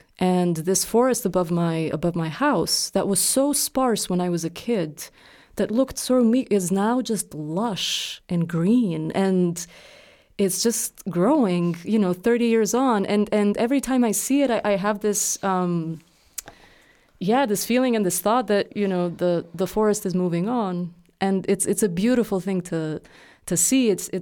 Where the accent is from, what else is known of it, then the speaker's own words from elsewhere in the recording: Sarajevo, Federation of Bosnia and Herzegovina, Bosnia & Herzegovina; I grew up in Sarajevo, in this part of the city that's sort of like, Sarajevo has a river and there's a valley that, you know, that most of the city is located there.